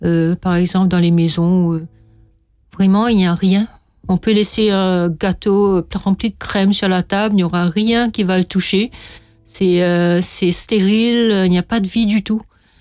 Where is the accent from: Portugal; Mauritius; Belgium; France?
Mauritius; J'aime bien montrer la unicité en tant que Mauricien.